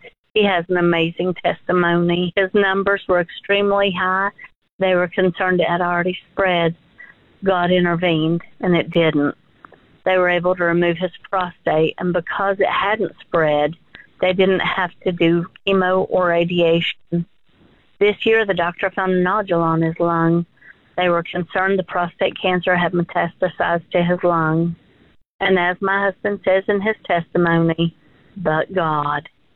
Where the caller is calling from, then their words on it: West Virginia, United States; from West Virginia.